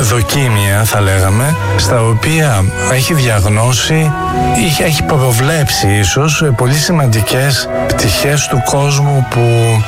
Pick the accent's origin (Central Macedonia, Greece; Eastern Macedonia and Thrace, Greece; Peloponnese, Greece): Peloponnese, Greece; born there; also born or lived in Athens; Γεννήθηκα στην Αρκαδία, αλλά έζησα ένα μεγάλο μέρος της ζωής μου εδώ στην Αθήνα